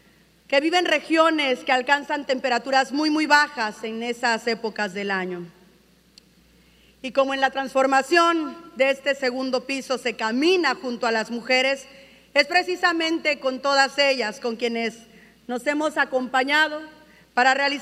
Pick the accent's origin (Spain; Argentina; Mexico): Mexico; Poza Rica, Veracruz; en el norte del estado, en la Huasteca y en lo particular en mi tierra, en Poza Rica